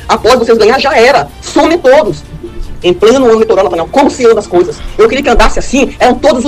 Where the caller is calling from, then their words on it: Roraima, Brazil; Eu sou roraimense, eu voto, eu sou eleitora.